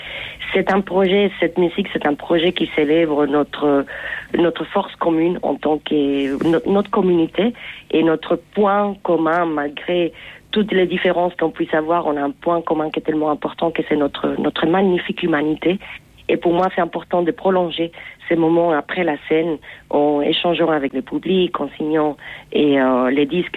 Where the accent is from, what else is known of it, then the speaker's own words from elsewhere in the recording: Cuba; moved away; Et Inor, on est les deux Cubains. Et on a étudié en fait à l'école ensemble quand on était enfants à Cuba.